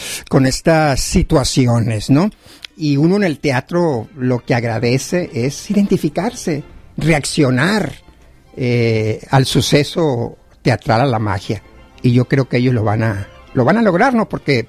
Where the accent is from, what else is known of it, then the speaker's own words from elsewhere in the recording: Sinaloa, Mexico; Yo soy más sinaloense que … Yo soy más sinaloense